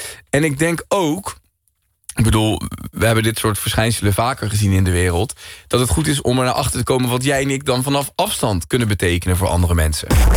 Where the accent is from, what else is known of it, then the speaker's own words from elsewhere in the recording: Colombia; Ik ben 29 jaar. Ik hou van sambal maken. En ik kom uit Colombia.